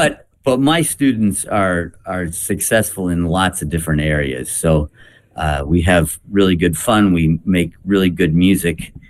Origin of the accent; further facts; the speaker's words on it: Toronto, Ontario, Canada; moved away as an adult; also born or lived in Rochester, New York / Denton, Texas / North Carolina; now in Ohio, United States; Well, I grew up in Toronto, Canada. And I finished high school in Toronto and then went to college in Rochester, New York at the Eastman School of Music.